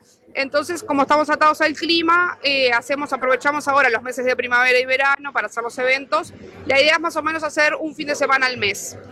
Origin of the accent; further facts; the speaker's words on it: Sauce, Canelones, Uruguay; Nosotros somos de Sauce, estamos por ruta 107, saliendo de Sauce